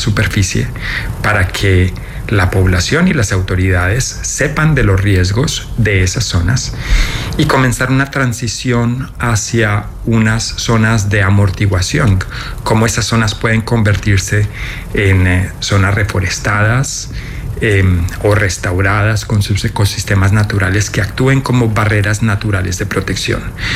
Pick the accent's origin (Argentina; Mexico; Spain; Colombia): Colombia; como colombiano yo creo que muchos, sobre todo de mi generación, fuimos víctimas y llevamos consigo esas cicatrices del conflicto.